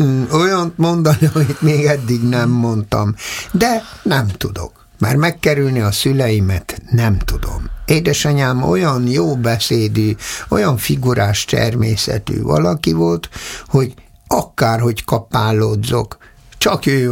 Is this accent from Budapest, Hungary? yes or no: yes; Budapest, Hungary; born there